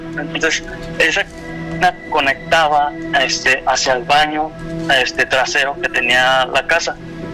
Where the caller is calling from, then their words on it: Aguascalientes, Mexico; Desde Aguascalientes. Aguascalientes